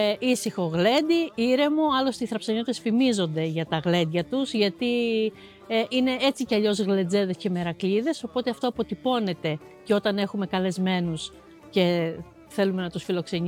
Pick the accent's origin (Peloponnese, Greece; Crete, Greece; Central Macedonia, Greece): Crete, Greece; Thrapsano